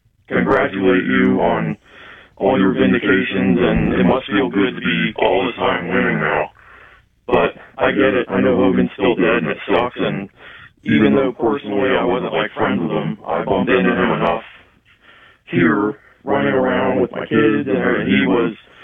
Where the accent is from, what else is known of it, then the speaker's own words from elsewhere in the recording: Clearwater, Florida, United States; I grew up in Clearwater